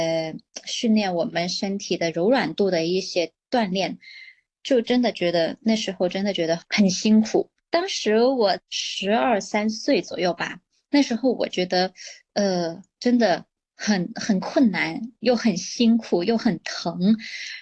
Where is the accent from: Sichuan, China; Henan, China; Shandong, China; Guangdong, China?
Guangdong, China